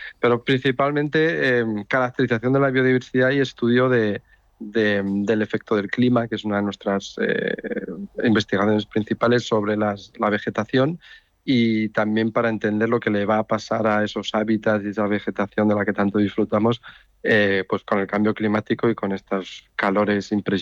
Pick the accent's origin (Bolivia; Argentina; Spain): Spain; León, Castile and León; born there; moved away as an adult; also born or lived in Pamplona / Oviedo / Germany / Czech Republic; now in Gijón, Spain; nací en Pamplona, luego caminé bastante, mis padres se mudaron a Oviedo un par de años, luego a León. En León hice pues el instituto y la universidad. Y luego, bueno, me fui al extranjero y llegué a Asturias a hacer mi tesis doctoral, pues hace 25 años.